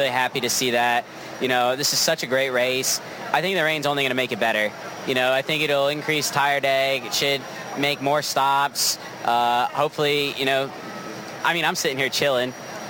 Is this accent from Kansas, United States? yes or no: no; Woodbury, Connecticut, United States; now in Texas, United States; growing up in Connecticut, there were so many good roads to choose from. I mean, you just take off any side street, especially where I lived in Woodbury.